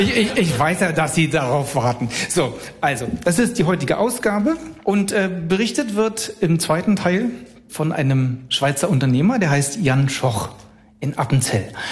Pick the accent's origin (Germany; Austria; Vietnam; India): Germany; Northern Germany; Ich komme ja aus dem Norden